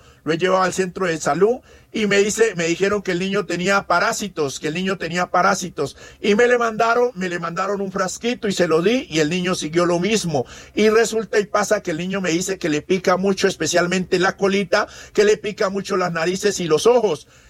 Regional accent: Putumayo, Colombia; No, señor, yo soy el mismo directamente, indio del Putumayo

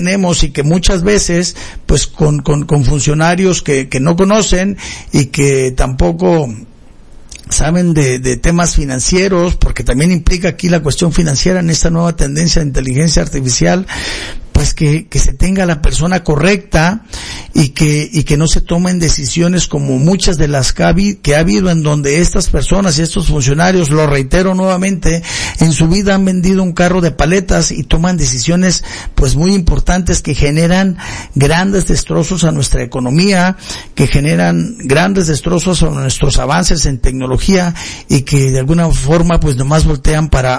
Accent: Mexico; y nosotros como mexicanos pues vemos pocas acciones.

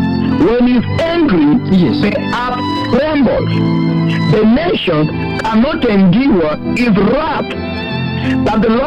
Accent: Kenya; That's why I repent so much as a Kenyan. Because as the nation of Kenya, we have been the worst.

